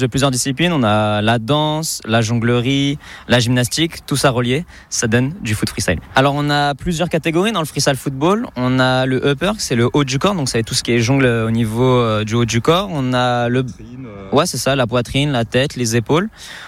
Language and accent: French; Brétigny-sur-Orge, Île-de-France, France; Je viens tout droit de l'Essonne, plus particulièrement à Bretigny.